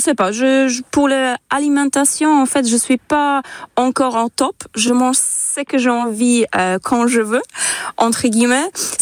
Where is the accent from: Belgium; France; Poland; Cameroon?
Poland; Silesian Voivodeship; French is a second language; Je suis à côté de, en Silésie, à côté de Katowice, au Cracovie.